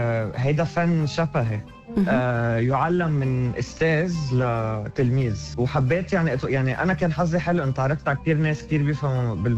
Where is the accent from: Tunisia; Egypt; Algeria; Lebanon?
Lebanon; Beirut, Beirut Governorate; now in Australia; أنا ربيت ببيروت لبنان، وجيت على أستراليا من 8 سنين ب 2019